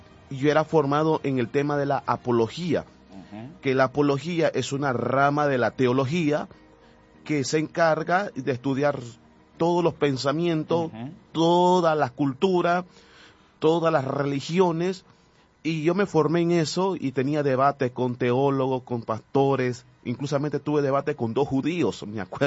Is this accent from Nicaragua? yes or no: yes; Nicaragua; y yo me acuerdo que los compañeros de clase se apartaban de mí porque hedía, y allá en Nicaragua, en mi país, se le llaman mosca cuando alguien algo hiere, mal olor.